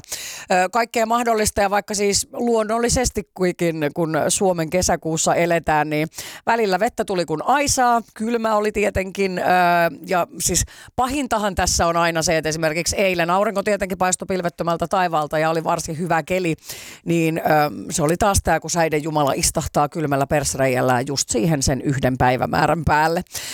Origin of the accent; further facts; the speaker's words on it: Huittinen, Satakunta, Finland; moved away; Olin tuossa männä viikonloppuna kotikonnuilla Huittisissa.